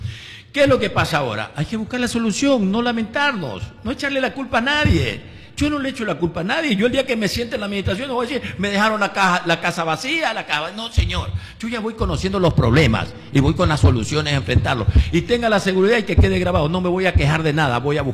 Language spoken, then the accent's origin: Spanish; Manta, Manabí, Ecuador; lo mantense